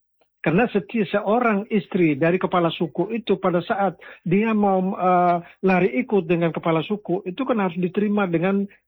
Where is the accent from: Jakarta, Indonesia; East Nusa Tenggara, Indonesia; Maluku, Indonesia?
East Nusa Tenggara, Indonesia; saya lebih banyak tahu secara intitas tentang budaya saya orang Lio.